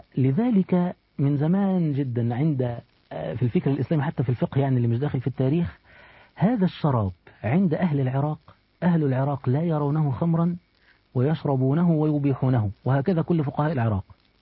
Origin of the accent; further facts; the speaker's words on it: Egypt; يعني مثلا إحنا عندنا في مصر النقاب قليل، النقاب قليل، المتدينة الموجودة في مصر هي المتدينة التي تكشف وجهها